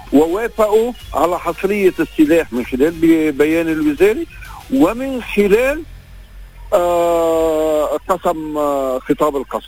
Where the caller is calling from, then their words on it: Dekwaneh, Mount Lebanon, Lebanon; من الدكويني.